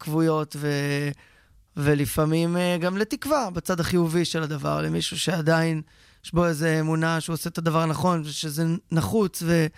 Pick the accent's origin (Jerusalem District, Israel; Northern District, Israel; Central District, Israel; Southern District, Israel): Central District, Israel; Rehovot; also born or lived in Tel Aviv; now in Or HaNer, Israel; אני גר באור הנר, זה חור קטן ליד שדרות, ככה אני תמיד מגדיר את הקיבוץ הזה. אני לא משם במקור, אני מרחובות, עברתי לשם בגיל, לפני איזה 7 שנים סופית עברתי לשם, אחרי שגרתי שם, ותל אביב